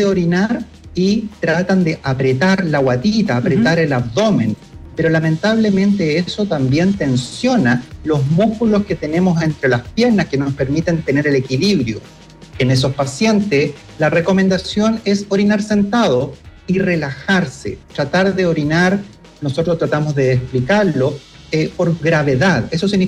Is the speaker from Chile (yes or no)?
yes; Chile